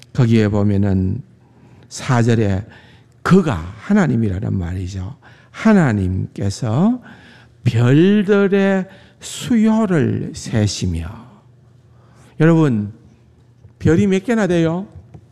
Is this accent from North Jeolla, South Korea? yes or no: no; Gyeongju, North Gyeongsang, South Korea; also born or lived in Denver, United States; now in Changwon, South Korea; 대대로 내려왔던 이 땅에 고대 도시에 이름난 경주가 제 고향입니다.